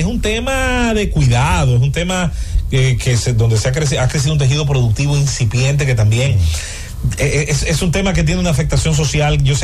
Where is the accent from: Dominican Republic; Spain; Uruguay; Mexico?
Dominican Republic; Santo Domingo, Distrito Nacional; Los que nos criamos ahí en Los Prados sabemos que uno cogía, subía ahí la subita antes de la calle 7